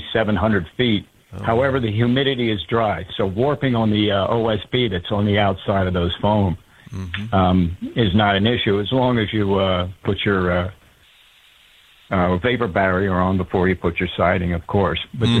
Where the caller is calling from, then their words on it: Montana, United States; I'm calling you from Montana, and I helped the contractor build a house with one of those in the coldest spot in the country, just about, and that would be West Yellowstone.